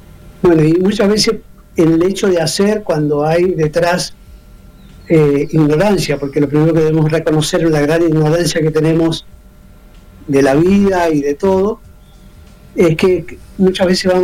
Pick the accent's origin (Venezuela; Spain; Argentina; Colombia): Argentina; Mendoza; moved away as an adult; now in Chile; Yo soy de Mendoza. Hace 20 años conocí a mi esposa, chilena, y ella me trajo.